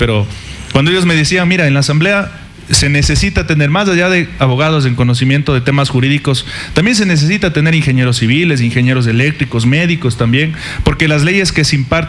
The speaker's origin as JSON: {"language": "Spanish", "region": "Tungurahua", "country": "Ecuador", "tie": "born or raised there", "said": "soy orgullosamente de Huachi Grande, de mi parroquia Huachi Grande, vengo de un hogar criado con mis abuelitos"}